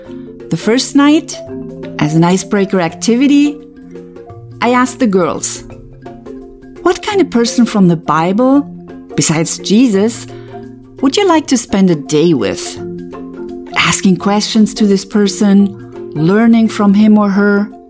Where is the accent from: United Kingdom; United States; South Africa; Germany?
Germany; moved away as an adult; now in Benin; I'm originally from Germany, and I have served with the Adomari Project since January 1999.